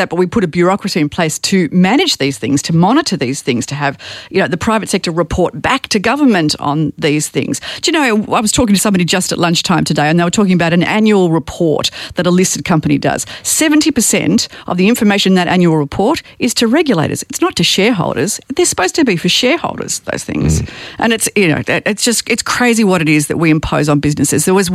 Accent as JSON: {"language": "English", "region": "Victoria", "country": "Australia", "said": "Because let's face it, and I'm from Victoria, where our prosperity."}